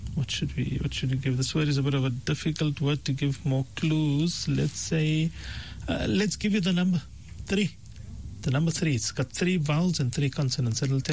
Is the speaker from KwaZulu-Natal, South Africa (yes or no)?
yes; Pietermaritzburg, KwaZulu-Natal, South Africa; But to my defense, I am from Pietermaritzburg and I have downloaded the radio app and I can listen all the time.